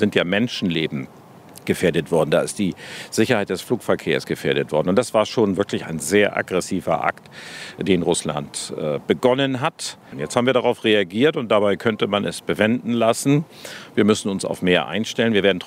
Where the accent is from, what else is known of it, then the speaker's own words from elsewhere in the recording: Germany; ganz traditionell als Deutsche.